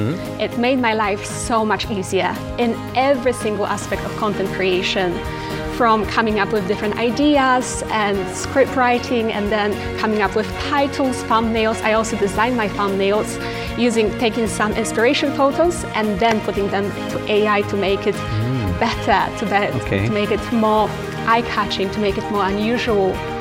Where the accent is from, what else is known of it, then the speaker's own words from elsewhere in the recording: East of England, United Kingdom; I'm from Hertfordshire.